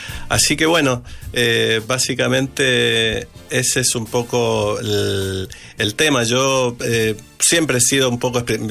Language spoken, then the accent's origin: Spanish; Buenos Aires, Argentina; born there; Nací en Argentina, en Buenos Aires.